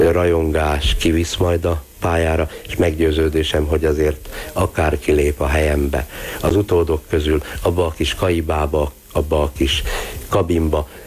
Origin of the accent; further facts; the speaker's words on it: Szombathely, Vas, Hungary; now in Győr, Hungary; hiszen Szombathelyen születtem, Vas megyei gyerek vagyok.